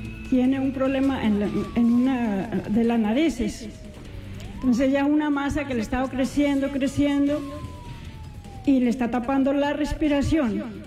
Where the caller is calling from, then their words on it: Santa Marta, Magdalena, Colombia; yo no vivo aquí, yo vivo en Santa Marta.